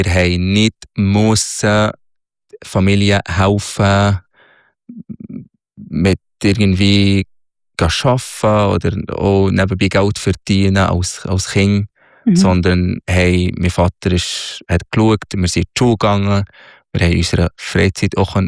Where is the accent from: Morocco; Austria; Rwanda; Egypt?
Egypt; Minya, Minya Governorate; Ich bin im Oberägypten aufgewachsen, am Nildelta, in Elmenia, das ist 3 Stunden südlich von Kairo, die Hauptstadt. In einem ja, sehr traditionelles Dorf, sozusagen, aber Dorf.